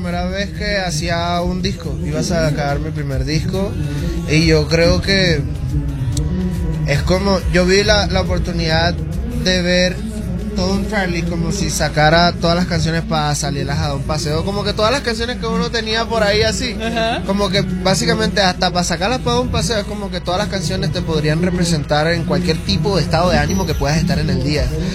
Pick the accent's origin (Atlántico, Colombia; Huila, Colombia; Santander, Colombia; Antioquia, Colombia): Atlántico, Colombia; Barranquilla; nosotros como barranquilleros de nosotros mismos